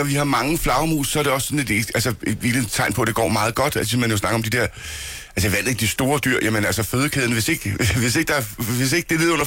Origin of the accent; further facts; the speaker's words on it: Frederiksberg, Capital Region of Denmark, Denmark; moved away; jeg voksede op på Frederiksberg